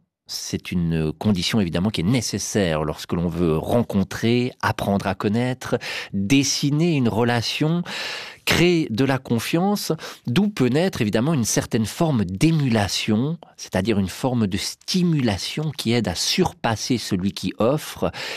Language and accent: French; Switzerland; chez nous en Suisse